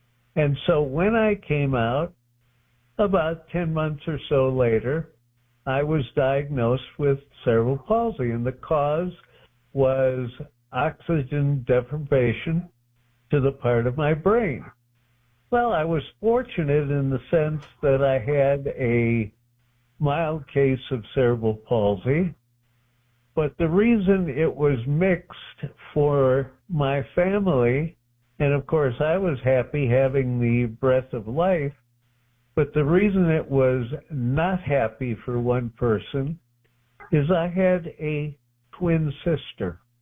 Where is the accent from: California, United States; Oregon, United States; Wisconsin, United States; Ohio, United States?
Wisconsin, United States; Milwaukee; my hometown, Milwaukee, Wisconsin.